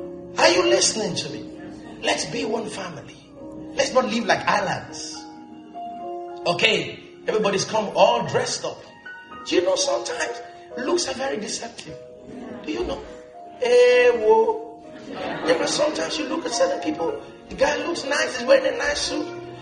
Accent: Lesotho; You know, I'm from Lesotho, and I want to find out, how did you get here?

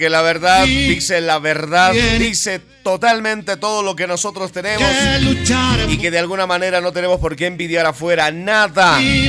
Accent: Bolivia; Orgullosos nosotros de decir que somos bolivianos.

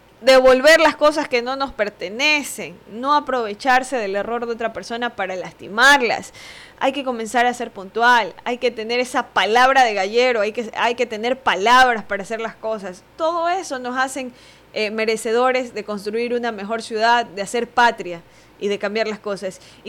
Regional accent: Ecuador; la historia de nuestro Ecuador, porque nosotros amamos a nuestro país

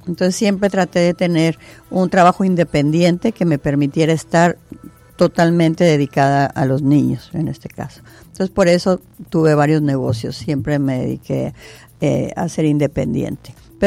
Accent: Mexicali, Baja California, Mexico; now in Tijuana, Mexico; Llegué a Tijuana, soy de Mexicali, Baja California. Llegué a Tijuana en el 86

